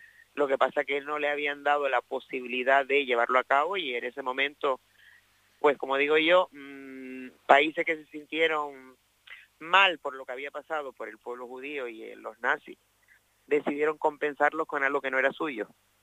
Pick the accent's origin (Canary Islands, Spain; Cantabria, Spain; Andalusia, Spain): Canary Islands, Spain; nosotros como canarios